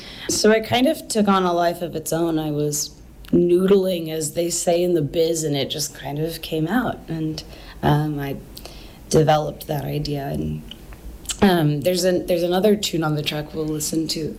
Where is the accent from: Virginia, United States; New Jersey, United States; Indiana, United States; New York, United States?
Virginia, United States; Staunton; I grew up playing old-time fiddle music, and I grew up around Stanton, Virginia, so it's nice to be on the air with you today, close to home.